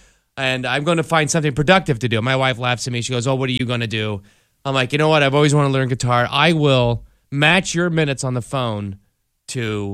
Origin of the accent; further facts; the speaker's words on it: Bath, Ohio, United States; I'm from Bath, Ohio.